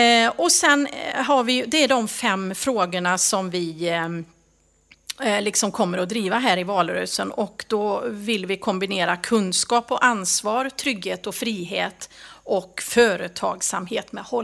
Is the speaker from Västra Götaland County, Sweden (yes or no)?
yes; Hudene, Västra Götaland County, Sweden; Jag är från Herrljunga kommun från början. Mm. Från Hudene.